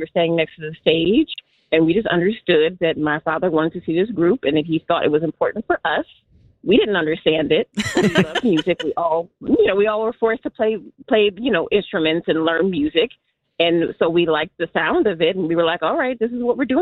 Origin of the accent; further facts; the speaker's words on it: Detroit, Michigan, United States; now in Berwyn, United States; So I live here in Berwyn now, but I'm from Detroit. And when I was a little girl, there was this thing that came to Detroit every year